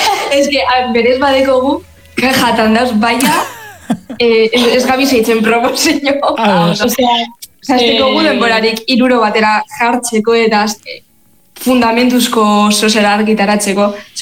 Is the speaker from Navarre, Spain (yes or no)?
no; Gernika, Basque Country, Spain; Pues Gernikarra gara, dizuek, garai baten detxo lokal bardinen egoten ginen